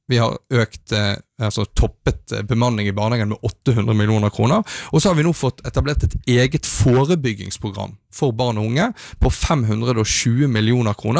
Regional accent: Vestland, Norway; Bare her i Hordaland, der jeg er fra, så er det 3 kommuner som samarbeider godt

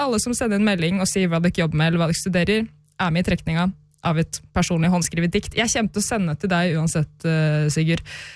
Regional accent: Øyer, Innlandet, Norway; Jeg kommer fra Øyer, det helt sør, helt sør i Gudbrandsdalen, nord for Lillehammer.

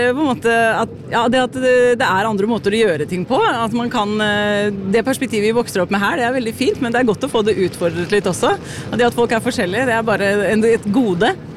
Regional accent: Holmestrand, Vestfold, Norway; jeg har vokst opp i Holmestrand, så da slapp jeg dialekten.

